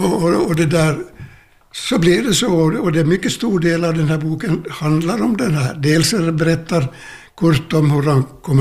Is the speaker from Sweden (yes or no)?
no; Jeppo, Ostrobothnia, Finland; Jag är inte uppväxt i Växala utan i Jeppo, men båda mina föräldrar var hemifrån från Växala.